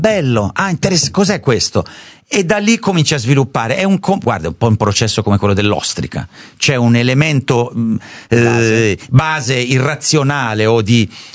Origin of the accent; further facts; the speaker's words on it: Southern Italy, Italy; Diciamo che sono un terrone, sono uno di quei vecchi dei ancora sopravvissuti